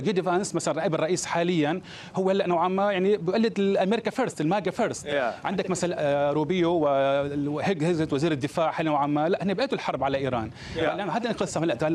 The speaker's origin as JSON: {"language": "Arabic", "country": "Syria", "lives_now": "Michigan, United States", "said": "أول شيء أنا سوري مش لبناني"}